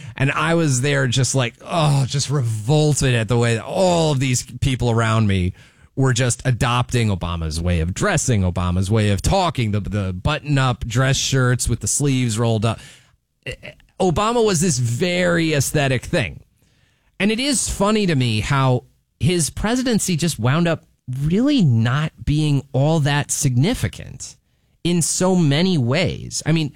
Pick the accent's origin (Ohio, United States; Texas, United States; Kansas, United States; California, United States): California, United States; Fresno; I grew up here in Fresno.